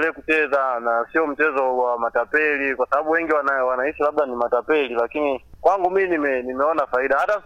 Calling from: Ikongosi, Tanzania; kutoka Ikongosi.

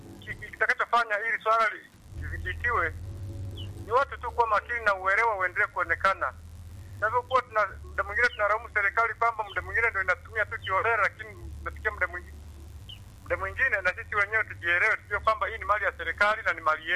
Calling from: Tanzania

